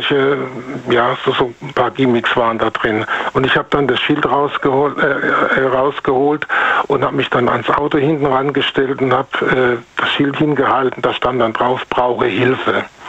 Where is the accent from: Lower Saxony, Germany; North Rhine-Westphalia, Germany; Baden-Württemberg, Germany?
North Rhine-Westphalia, Germany; aus dem Rhein-Sieg-Kreis.